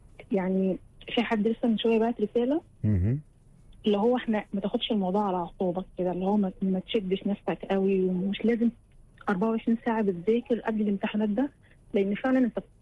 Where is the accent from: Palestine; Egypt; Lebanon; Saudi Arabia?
Egypt; Zagazig, Sharqia Governorate; أنا أصلا من الزقازيق،